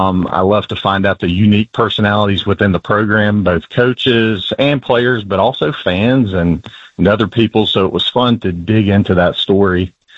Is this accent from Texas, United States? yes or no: no; Alabama, United States; I grew up in Alabama, so I understood that unique culture of Alabama football.